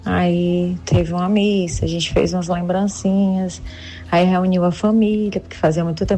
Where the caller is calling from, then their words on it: Maranguape, Ceará, Brazil; eu falo aqui de Maranguape, no Ceará.